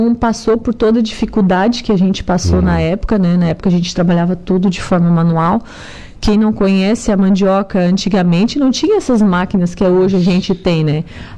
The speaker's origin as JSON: {"language": "Portuguese", "town": "Araranguá", "region": "Santa Catarina", "country": "Brazil", "tie": "born or raised there", "said": "eu nasci e me criei em Araranguá, né, no bairro Morro do Pronto, Espigão. Meus pais, né, são agricultores"}